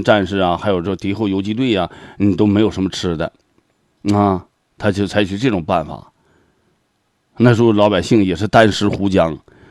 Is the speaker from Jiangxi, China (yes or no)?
no; Heilongjiang, China; now in Liaoning, China